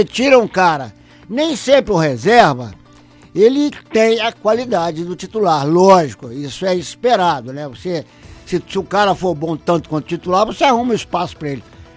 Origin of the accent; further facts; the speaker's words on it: Brazil; eu sou brasileiro e não abro mão disso.